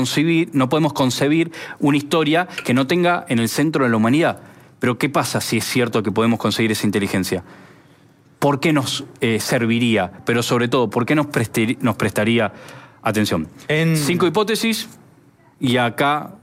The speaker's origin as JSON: {"language": "Spanish", "country": "Argentina", "said": "Somos todos argentinos."}